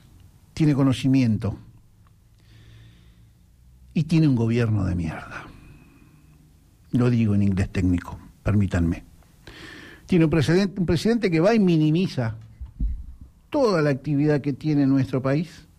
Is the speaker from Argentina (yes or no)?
yes; Argentina; nosotros tenemos la obligación, como argentinos, de defender a la patria.